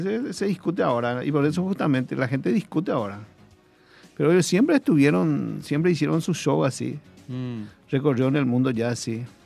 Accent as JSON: {"language": "Spanish", "country": "Paraguay", "said": "yo soy paraguayo"}